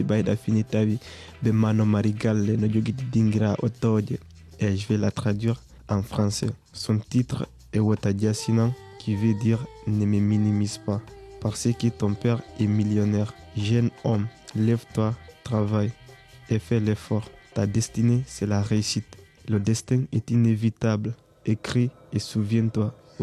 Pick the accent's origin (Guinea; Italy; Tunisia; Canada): Guinea; now in Paris, France; Je viens de la République de Guinée. Ce qui m'a surpris quand je suis arrivé à Paris à la gare de Bercy